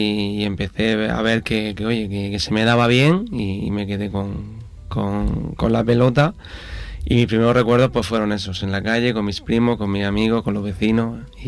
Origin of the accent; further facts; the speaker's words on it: Mula, Region of Murcia, Spain; Vino a Mula, a mi pueblo, nosotros éramos de aquí